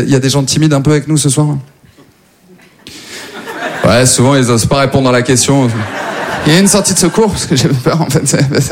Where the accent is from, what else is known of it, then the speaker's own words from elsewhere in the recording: Maubeuge, Hauts-de-France, France; now in Paris, France; moi à la base, en plus je viens pas du tout de Paris, moi je viens de Maubeuge